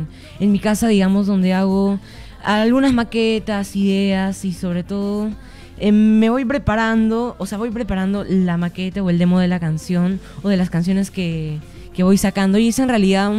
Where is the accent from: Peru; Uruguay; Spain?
Peru; Lima; soy de Lima.